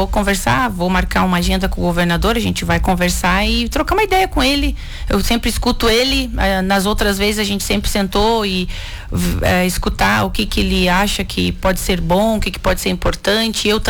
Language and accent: Portuguese; Lages, Santa Catarina, Brazil; also born or lived in Palmeira; Eu sou natural de Lages, nasci em Lages, no Hospital Maternidade Teresa Ramos. E morei aí até um ano de idade, depois fui para Palmeira. Minha família foi morar no interior, pequenos agricultores lá no Mato Escuro.